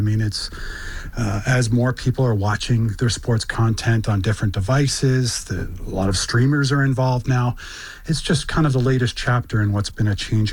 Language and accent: English; Thornhill, Ontario, Canada; I think back to growing up in Thornhill, Ontario, and watching Hockey Night in the 80s with my family.